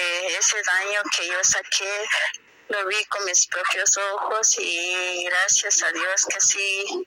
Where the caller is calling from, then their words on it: Huehuetenango, Guatemala; me llamo de aquí, de Huehuetenango.